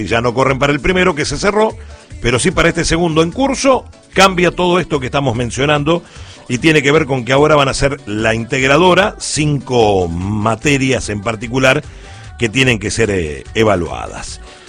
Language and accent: Spanish; Argentina; Somos argentinos, los argentinos nos tocamos, nos abrazamos, nos palmeamos.